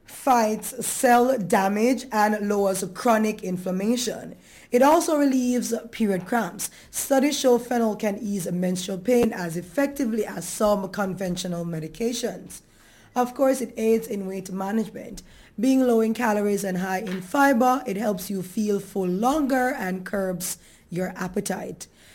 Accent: Jamaica; But I don't think us as Jamaican

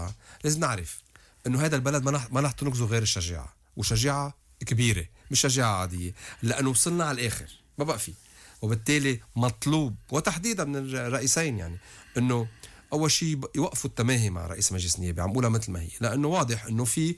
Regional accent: Lebanon; قد ما كان انه اخر شيء نحن لبنانيين

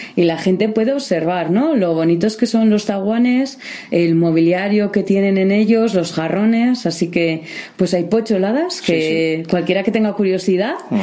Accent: Basque Country, Spain; now in Segura, Spain; lo que somos los vascos.

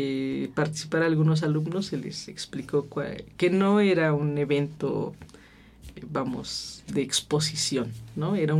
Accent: Oaxaca, Mexico; Yo soy de Oaxaca, entonces mis amigas en Oaxaca, que no necesariamente todas son oaxaqueñas

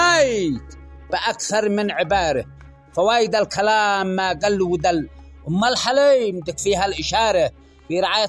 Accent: Yemen

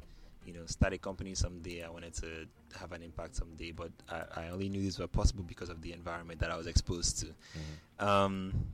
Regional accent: Enugu, Enugu State, Nigeria; also born or lived in Anambra; I grew up in Enugu, born and raised. I am 25 years old.

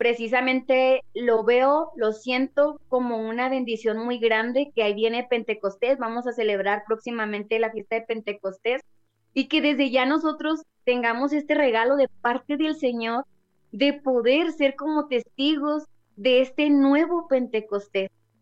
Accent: Mexico; creo que todos los que venimos de México es nuestra primera conferencia.

